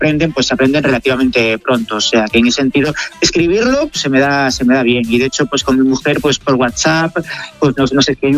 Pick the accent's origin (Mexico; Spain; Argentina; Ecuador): Spain; Galicia; Yo soy gallego, pero trabajaba en Granada.